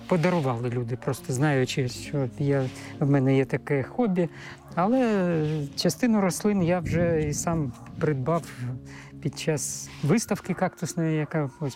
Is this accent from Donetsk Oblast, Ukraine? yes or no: yes; Donetsk, Donetsk Oblast, Ukraine; Я постійний мешканець Донецька, корінний донеччанин, в п'ятому поколінні. Народився в родині лікаря